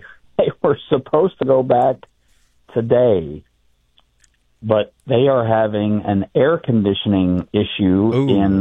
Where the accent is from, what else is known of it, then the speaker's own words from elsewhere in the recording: Watseka, Illinois, United States; moved away; my hometown is not having varsity football this year, as I understand it. Watseka